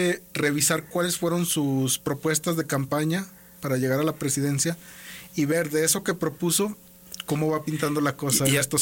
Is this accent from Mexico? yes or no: yes; Mexico; nosotros como mexicanos venimos de unos medios oficialistas